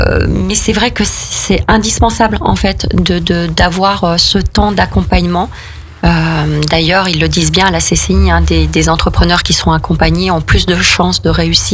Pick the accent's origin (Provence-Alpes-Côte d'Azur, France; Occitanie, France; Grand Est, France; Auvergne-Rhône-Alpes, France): Auvergne-Rhône-Alpes, France; Saint-Étienne; moved away as an adult; also born or lived in Savoie / Haute-Savoie; je suis originaire de Saint-Étienne